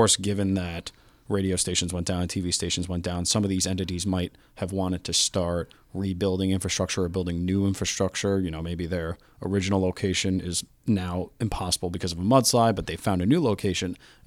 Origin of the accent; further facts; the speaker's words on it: New York City, New York, United States; I'm from New York City, of course, huge Puerto Rican population there, so it makes sense that they would want to chip in.